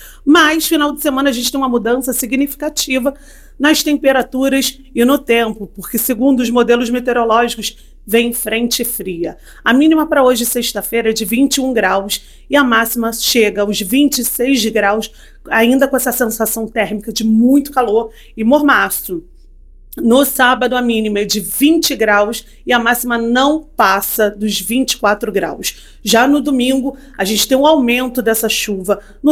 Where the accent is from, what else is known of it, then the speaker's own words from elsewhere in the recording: Brazil; sendo brasileiro